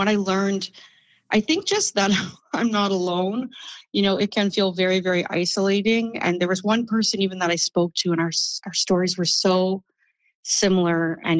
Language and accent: English; Halifax, Nova Scotia, Canada; also born or lived in Montreal; And then I ended up moving back to Halifax, where I'm from Montreal. And I wrote a play about kind of my experience living in Montreal